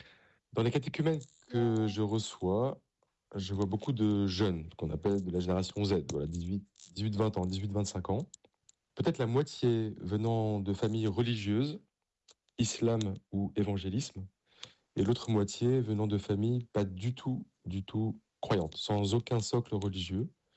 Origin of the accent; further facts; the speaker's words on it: Paris, Île-de-France, France; Alors moi, je viens d'une famille du Sud-Ouest, et même si j'ai grandi à Paris